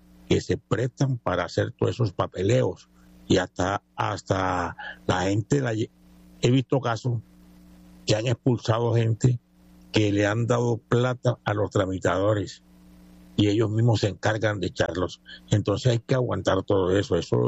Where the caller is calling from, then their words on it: San Andrés, San Andrés, Providencia and Santa Catalina, Colombia